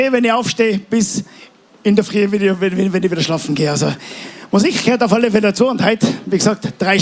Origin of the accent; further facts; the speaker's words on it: Inzing, Tyrol, Austria; weil wir sind ja am Land aufgewachsen und ich wohne ja immer noch am Land. Für alle, die es nicht wissen, ich bin ein Original-Inzinger sozusagen